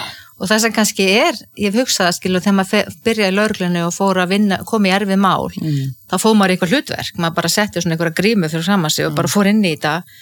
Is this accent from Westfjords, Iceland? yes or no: yes; Ísafjörður, Westfjords, Iceland; ég alveg upp á Ísafirði þar sem voru 10 sjóslys og menn drukknuðu